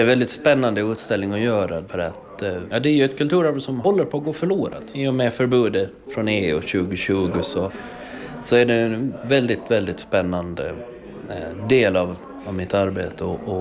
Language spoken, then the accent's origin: Swedish; Åland, Finland; Ja, vi är ju alla ålänningar, vi vet att man kan fara till Sverige, man kan fara till Finland, man kan fara ut i världen.